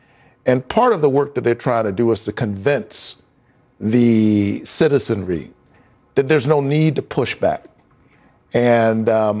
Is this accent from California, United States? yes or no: no; Georgia, United States; You know, I'm from Georgia, way below zero.